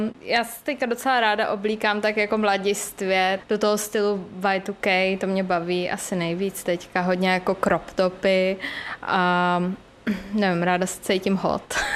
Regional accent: Prague, Czechia; Jsem pražská, jo, narodila jsem se v Praze, na Praze 4.

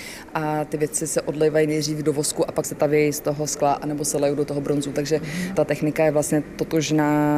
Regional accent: Belgrade, Serbia; now in Czech Republic; Já jsem teda Srbka z Bělehradu, ale cítím se jako silný severský patriot.

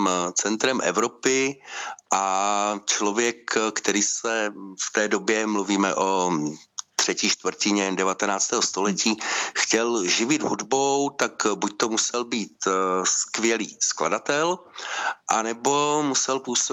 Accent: Police, Hradec Králové Region, Czechia; Protože Vihan je stejně jako já z Police, takže tam ten základ byl daný městem, které mám rád.

